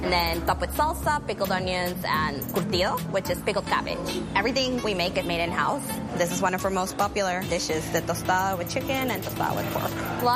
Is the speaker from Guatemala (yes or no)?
yes; Guatemala; It's a spin-off of a Guatemalan treat. It's a very Instagrammable dessert. I'm from Guatemala, born and raised.